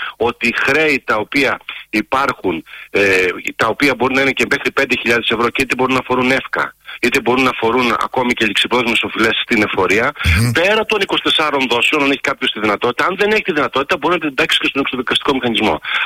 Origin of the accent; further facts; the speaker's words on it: Larissa, Thessaly, Greece; και επειδή είμαι από το Θεσσαλικό κάμπο, καταγωγή μου είναι από τη Λάρισα σαν καταγωγή